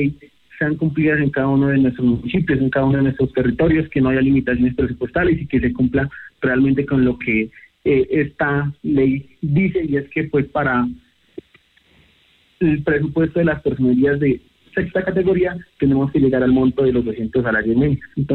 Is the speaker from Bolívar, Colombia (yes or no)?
no; Ramiriquí, Boyacá, Colombia; luego estuve en mi tierra, en Ramiriquí, donde soy oriundo